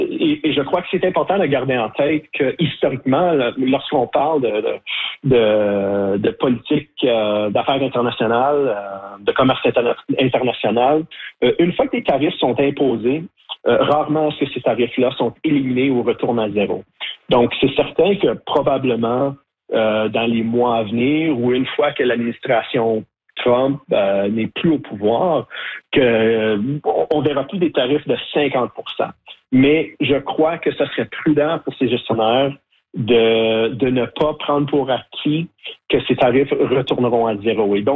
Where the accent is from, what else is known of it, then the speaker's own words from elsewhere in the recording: Sudbury, Ontario, Canada; born there; Et en passant, je suis né à Sudbury et ma mère est originaire de Mattawa, dans le nord de l'Ontario.